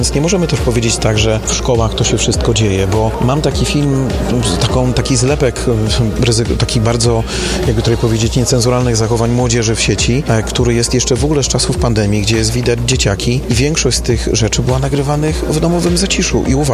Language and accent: Polish; Radom, Masovian Voivodeship, Poland; born or raised there